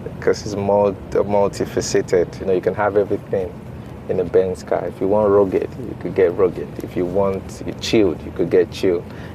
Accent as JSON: {"language": "English", "town": "Moshi", "region": "Kilimanjaro", "country": "Tanzania", "tie": "born or raised there", "said": "I grew up in Moshi around those places where they sell cassettes, you know, so it was a lot of music around."}